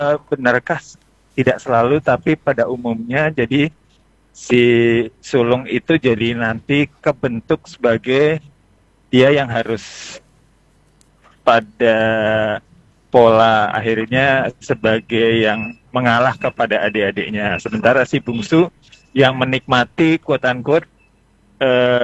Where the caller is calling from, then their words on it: Kalideres, Jakarta, Indonesia; Iya, saya dari … di Kalideres.